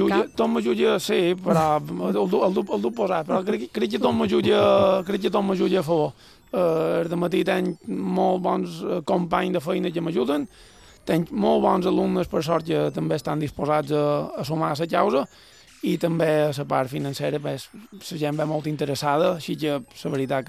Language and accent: Catalan; Felanitx, Balearic Islands, Spain; Som de Felanitx, en concret de Porto Colom. Jo vivia allà. Som de la mà. M'agrada moltíssim la mà, moltíssim. I som de 1988.